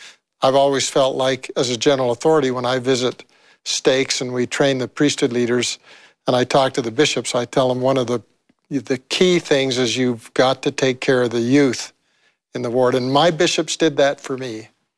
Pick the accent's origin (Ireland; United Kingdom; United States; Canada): Canada; Raymond, Alberta; The town I grew up in was a small Mormon town. It's in Canada, and some people are surprised to hear that it was essentially a Mormon town.